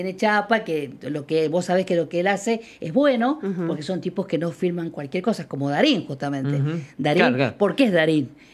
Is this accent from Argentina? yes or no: yes; Argentina; cómo somos los argentinos.